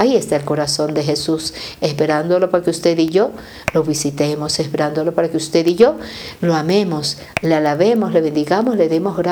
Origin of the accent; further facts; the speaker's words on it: Ecuador; Nosotros somos bendecidos como ecuatorianos